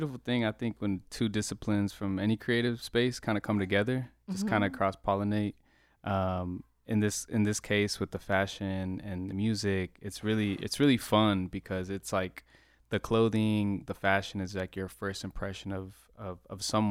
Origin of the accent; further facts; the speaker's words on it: Arizona, United States; also born or lived in California; Like I grew up, went to high school in Arizona and college out there, so I spent some time there, and I have family in LA, so spent some time in California.